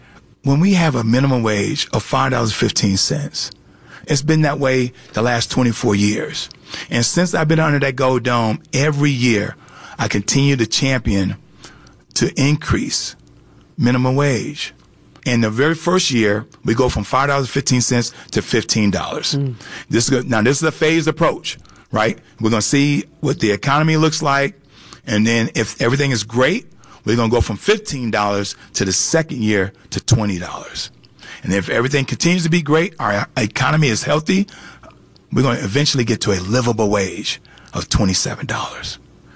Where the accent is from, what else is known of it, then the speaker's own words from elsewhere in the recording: Syracuse, New York, United States; born there; now in Atlanta, United States; Syracuse, New York.